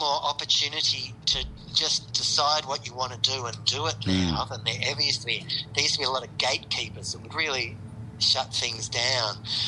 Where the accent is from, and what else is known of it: Australia; moved away as an adult